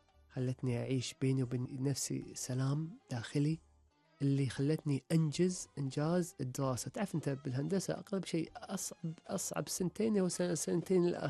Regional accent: Kuwait; moved away as an adult; أقوم أردوا هلي للكويت

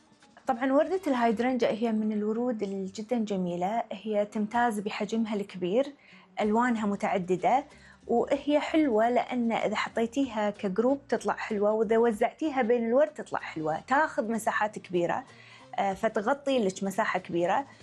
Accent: Kuwait; عندنا بالكويت

